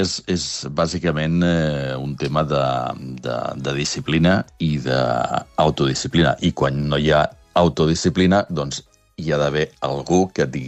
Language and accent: Catalan; Barcelona, Catalonia, Spain; jo soc barceloní, dic por, no dic por.